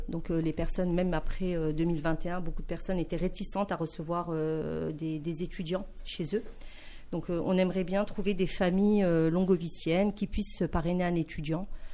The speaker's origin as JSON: {"language": "French", "town": "Gourincourt", "country": "France", "tie": "born or raised there", "said": "je parle souvent de Gourincourt, c'est parce que je suis originaire de Gourincourt"}